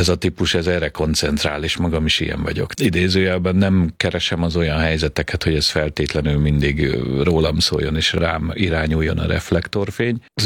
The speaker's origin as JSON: {"language": "Hungarian", "region": "Budapest", "country": "Hungary", "tie": "born or raised there", "said": "Én Budapesten születtem, igazából Zuglóban nevelkedtem fel egy lakótelepen, úgynevezett panelházban, átlagosnak nevezhető magyar családban, még csak értelmiségi családnak sem mondanám."}